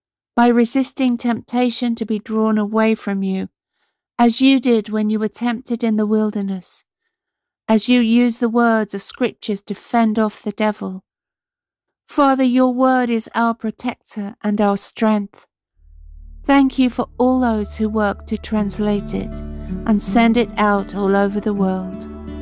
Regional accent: East of England, United Kingdom; I'm from Cambridgeshire.

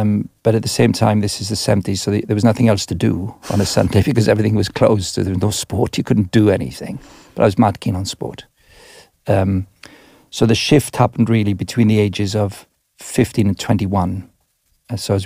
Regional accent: Wales, United Kingdom; I was born in 62. I'm 64 years of age. So I grew up in Southwest Wales, industrial Southwest Wales, in a Welsh-speaking community.

